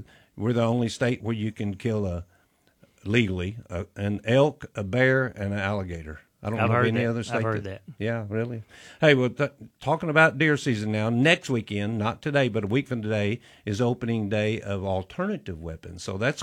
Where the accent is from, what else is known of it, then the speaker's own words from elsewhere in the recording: Little Rock, Arkansas, United States; I was born and raised out there on Arch Street Pike, Baseline, went to Mablevale and McClellan